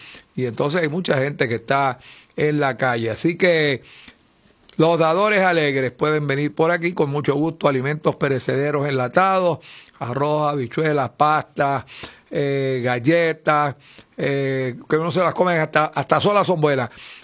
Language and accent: Spanish; San Sebastián, Puerto Rico; como dicen allá en mi pueblo de San Sebastián